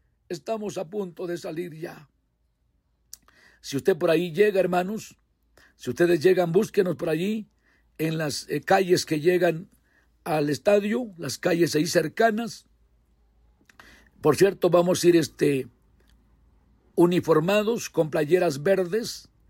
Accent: Mexico; nosotros como mexicanos, como pueblo de Dios de México

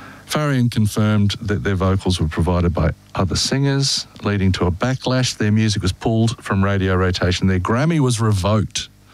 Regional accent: Australia; in Australia we had the work by … coming out of Brisbane

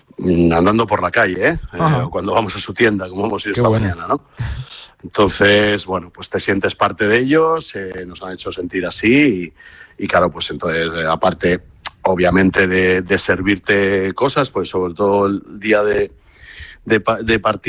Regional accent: Spain; Obviamente, como español que era, que soy, yo prefería que hubiese ganado el Lolo Sainz

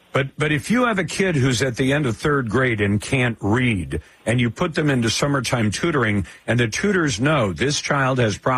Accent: Washington, United States; born there; I'll give my home state, Washington State, as an example.

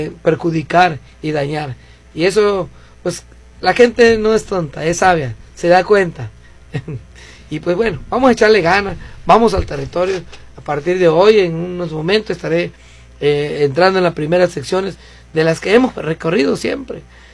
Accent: Mexico; como parte, como mexicanos

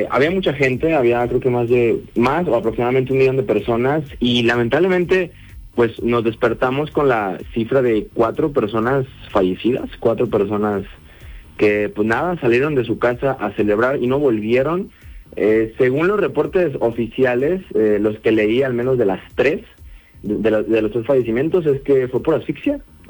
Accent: Mexico; y es que como mexicanos, bueno, no sé si es tema de nuestro país, pero de repente los festejos se nos salen de las manos

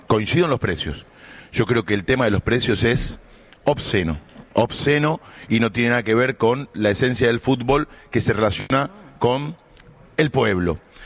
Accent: Mexico; No, no le puedo decir, vos no, porque yo soy mexicano.

